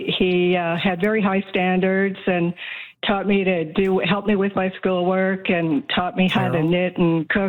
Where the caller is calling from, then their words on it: Edmonton, Alberta, Canada; Yes. Edmonton.